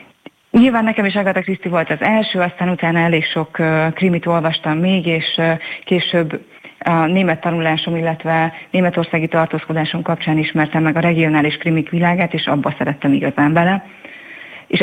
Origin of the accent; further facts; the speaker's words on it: Miskolc, Borsod-Abaúj-Zemplén, Hungary; born there; Miskolcon születtem